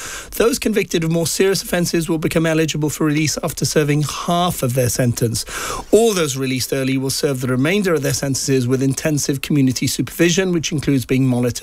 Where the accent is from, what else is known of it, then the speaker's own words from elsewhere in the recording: Wales, United Kingdom; I'm not English. I'm Welsh.